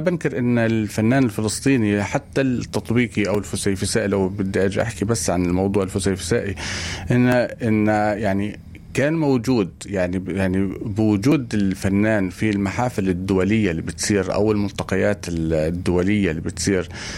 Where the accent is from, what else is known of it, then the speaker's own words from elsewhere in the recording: Palestine; كنت انا كفنان فلسطيني